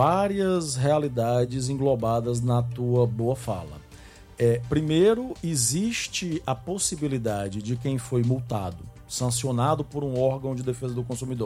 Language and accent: Portuguese; Brazil; nós, como brasileiros